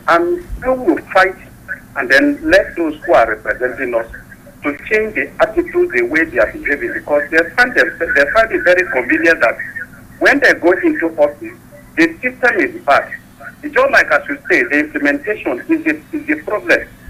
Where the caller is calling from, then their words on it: Ghana; I'm calling from Ghana